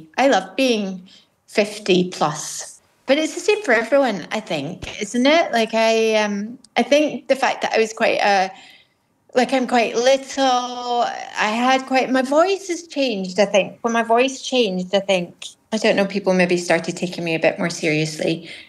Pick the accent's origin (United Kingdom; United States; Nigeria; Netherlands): United Kingdom; Scotland; But, you know, I'm not playing English, I'm Scottish